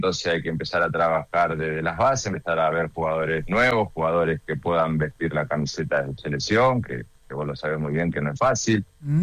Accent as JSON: {"language": "Spanish", "country": "Argentina", "moved": "as an adult", "said": "cómo gestionamos los argentinos"}